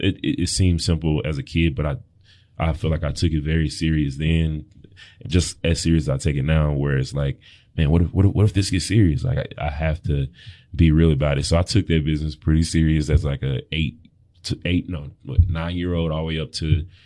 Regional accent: Memphis, Tennessee, United States; I'm born and raised in Memphis. I was born out in Whitehaven, and then after my parents got divorced, I ended up out in East Memphis, which I ended up graduating from Southwind.

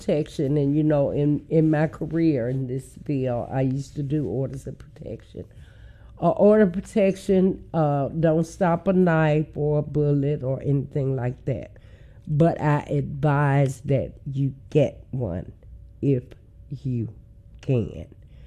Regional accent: Memphis, Tennessee, United States; Now, I grew up in South Memphis.

